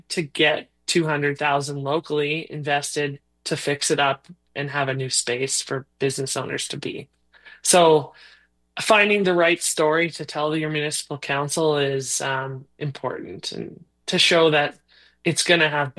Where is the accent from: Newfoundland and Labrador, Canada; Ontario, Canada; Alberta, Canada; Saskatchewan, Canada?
Saskatchewan, Canada; Hazlet; Hazlett, my hometown community